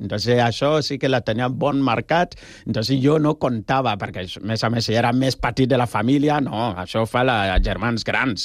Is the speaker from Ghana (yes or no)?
yes; Ghana; born or raised there; moved away